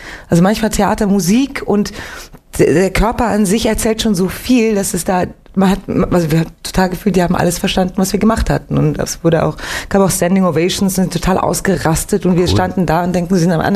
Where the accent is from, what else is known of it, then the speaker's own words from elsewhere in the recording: Winterthur, Zurich, Switzerland; Ich bin geboren in Winterthur, im Kanton Zürich, so 20 Minuten von Zürich entfernt, geboren und aufgewachsen.